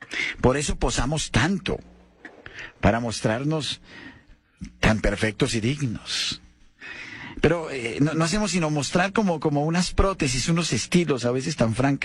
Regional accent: Colombia

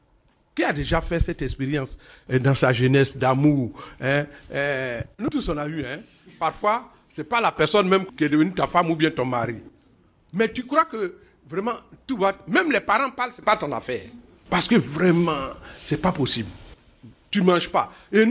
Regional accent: Abidjan, Côte d’Ivoire; j'ai fait toute mon enfance à Port-Boué

